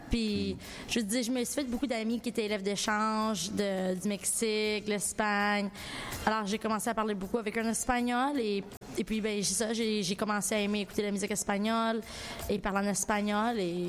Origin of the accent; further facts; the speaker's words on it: Victoria, British Columbia, Canada; now in Vancouver, Canada; moi, je suis une chanteuse qui vient originellement de Vancouver. Bien, originellement, je viens de Victoria, de l'île de Vancouver, mais présentement, je vis à Vancouver. Et je fais de la musique en espagnol et en anglais.